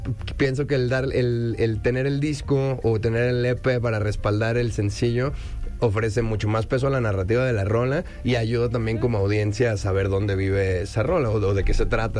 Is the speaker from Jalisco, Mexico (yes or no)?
yes; Guadalajara, Jalisco, Mexico; moved away as an adult; now in Mexico City, Mexico; somos de Guadalajara, nos vinimos a vivir a la Ciudad de México.